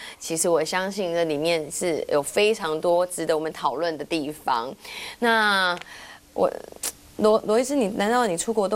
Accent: Taiwan; 因为我们台湾人实在太爱买药了

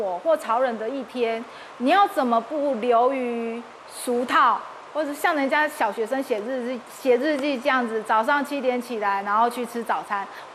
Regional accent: Pingtung County, Taiwan; 我们屏东人

